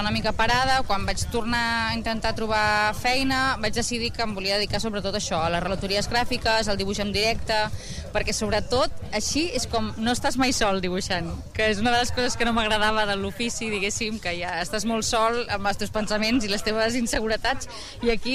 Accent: Martorell, Catalonia, Spain; Bueno, jo soc de Martorell, llavors ja...

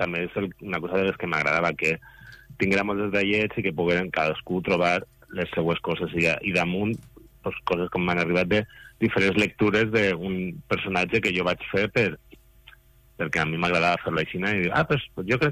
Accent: Guardamar del Segura, Valencian Community, Spain; born or raised there

